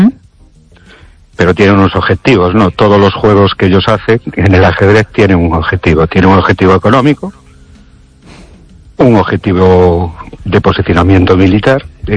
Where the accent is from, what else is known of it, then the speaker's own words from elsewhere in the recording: Spain; tenemos un grave problema en España.